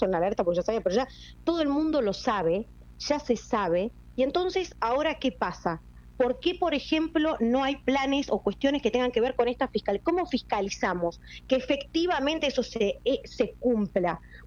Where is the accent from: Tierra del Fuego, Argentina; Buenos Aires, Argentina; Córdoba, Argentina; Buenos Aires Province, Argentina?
Tierra del Fuego, Argentina; los beneficiarios somos los fueguinos